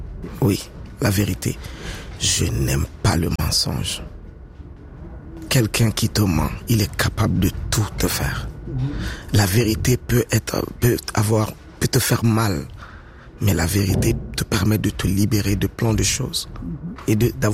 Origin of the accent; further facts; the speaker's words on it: Quebec, Canada; on aime bien le dire au Québec, chez nous, on est Québécois, mais des différentes souches. Mm-hmm. Mais nous sommes tous Québécois.